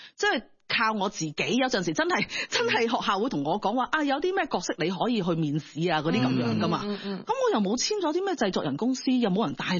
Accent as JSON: {"language": "Cantonese", "country": "Hong Kong", "said": "咁喺我呢個班裡面呢我係嚟自香港嘅。"}